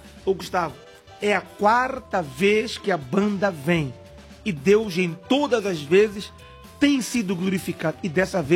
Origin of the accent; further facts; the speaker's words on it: Mozambique; nós somos de Moçambique.